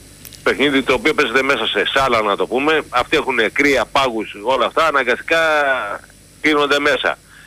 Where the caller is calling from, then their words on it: Megara, Attica, Greece; από τα Μέγαρα.